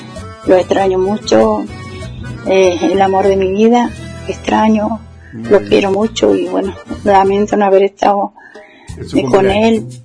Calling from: Comodoro Rivadavia, Chubut, Argentina; Soy de acá, de Comodoro Rivadavia.

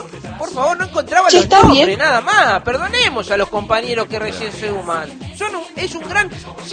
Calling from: Bovril, Entre Ríos, Argentina; Buenas tardes, amigos. … de Bobril, Entre Ríos.

